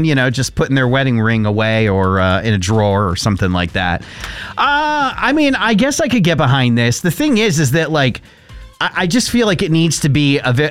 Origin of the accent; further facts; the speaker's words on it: Connecticut, United States; So when I was growing up in Connecticut